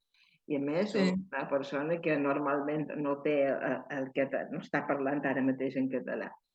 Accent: Balearic Islands, Spain; soc de Mallorca.

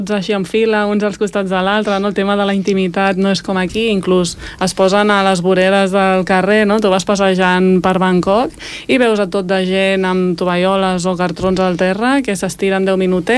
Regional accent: Esplugues de Llobregat, Catalonia, Spain; Jo sóc d'Esplugues de sempre, no m'he mogut a més de tres carrers de ràdio d'Esplugues

